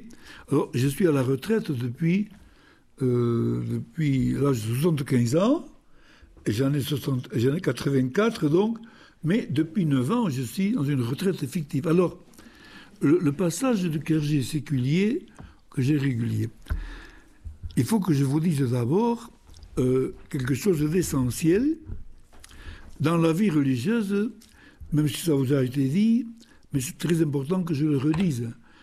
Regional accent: Navarrenx, Nouvelle-Aquitaine, France; nous étions déjà du village de Jasse, près de Navarinx. Alors moi, je suis donc originaire de Navarinx

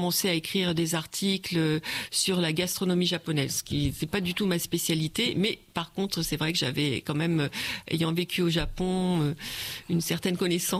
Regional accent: Angers, Pays de la Loire, France; moved away; also born or lived in Japan; je ne suis pas parisienne, je suis née à Angers, c'est ma ville, donc dans le Maine-et-Loire, dans l'ouest de la France, de la métropole, doit-on dire.

